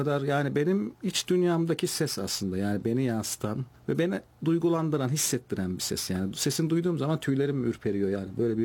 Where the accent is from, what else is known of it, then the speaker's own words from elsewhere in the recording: Elbistan, Kahramanmaraş, Turkey; born there; moved away as an adult; also born or lived in Sivas; ben aslında biliyorsunuz Kahramanmaraş Elbistan doğumluyum.